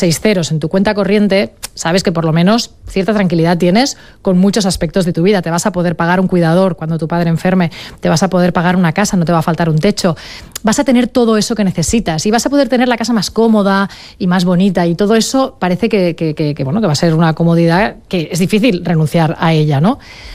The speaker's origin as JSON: {"language": "Spanish", "town": "Sant Feliu de Llobregat", "region": "Catalonia", "country": "Spain"}